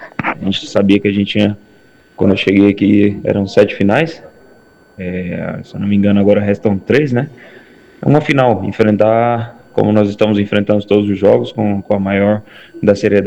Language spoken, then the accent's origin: Portuguese; Goiás, Brazil; moved away; also born or lived in Minas Gerais; Na verdade eu sou goiano, né?